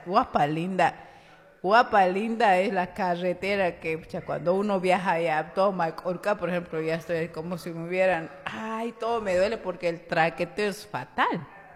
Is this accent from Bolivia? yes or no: yes; Cochabamba, Bolivia; nosotros somos cochabambinos, bolivianos que vamos a defender nuestro país.